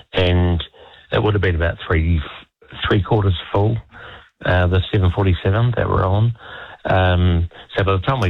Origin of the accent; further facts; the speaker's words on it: New Zealand; Because, you know, being a Kiwi, back in those days, it still is now, really, our biggest ally was the US.